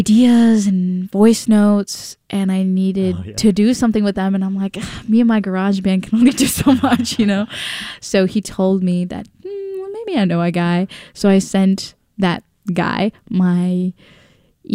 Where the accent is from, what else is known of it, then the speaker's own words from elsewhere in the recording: Cherry Valley, Illinois, United States; I grew up in Cherry Valley, and you know, pretty small town, but Brockford is a little bigger. It kind of encompasses Cherry Valley.